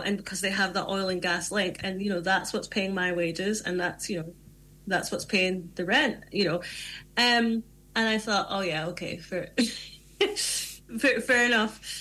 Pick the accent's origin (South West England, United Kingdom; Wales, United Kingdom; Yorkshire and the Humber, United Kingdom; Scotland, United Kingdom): Scotland, United Kingdom; Aberdeen; to be someone from Aberdeen. I think when I was growing up in Aberdeen, again, it's that thing of like, it's just omnipresent, it's everywhere, it's just normal.